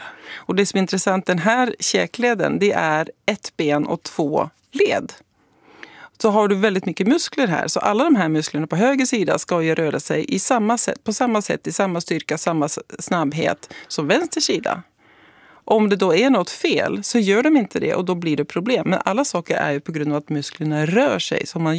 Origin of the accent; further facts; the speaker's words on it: Norway; now in Sweden; det är skillnad på Norge och Sverige, för jag är norsk.